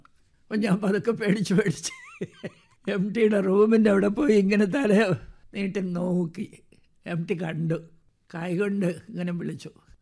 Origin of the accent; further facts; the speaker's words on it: Thiruvananthapuram, Kerala, India; moved away as an adult; now in Kozhikode, India; തിരുവനന്തപുരത്ത് ജനിച്ചു വളർന്ന് അവിടെ തന്നെ മരിക്കണമെന്ന് ആഗ്രഹിച്ച ഞാൻ കോഴിക്കോട്ട് വന്ന് കല്യാണം കഴിക്കാൻ